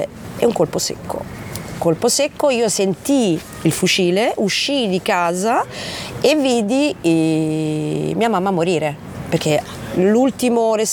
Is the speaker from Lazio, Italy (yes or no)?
yes; Anguillara Sabazia, Lazio, Italy; born there; also born or lived in Rome; now in Genoa, Italy; io sono nata a Roma nel 1975 e sto in questa famiglia apparentemente normale. Mamma era giovanissima, aveva 17 anni e mio papà ne aveva 21-22. Ci siamo trasferiti poi ad Anguillara Sabazia